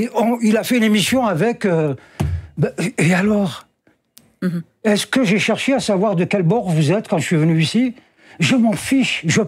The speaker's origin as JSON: {"language": "French", "country": "Algeria", "moved": "yes", "said": "Je m'exprimais chez moi, en Algérie, sur des problèmes algériens. Point."}